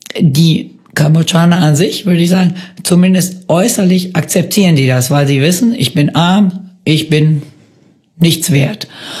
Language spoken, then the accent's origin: German; Germany; moved away as an adult; now in Cambodia; Als Deutsche